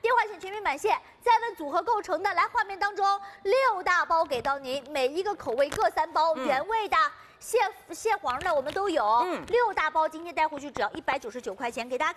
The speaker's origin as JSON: {"language": "Chinese", "region": "Shanghai", "country": "China", "said": "我们上海人很喜欢的，对不对？我刚想拽一句上海话，阿拉上海你老欢喜啊！"}